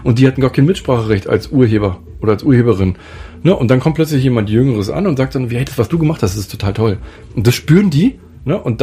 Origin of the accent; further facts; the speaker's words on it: East Germany, Germany; born there; Ich bin ja auch im Land geboren, was es gar nicht mehr gibt